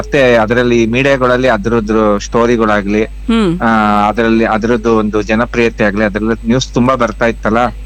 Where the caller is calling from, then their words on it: Shivamogga, Karnataka, India; Vidyanagar Shivamogga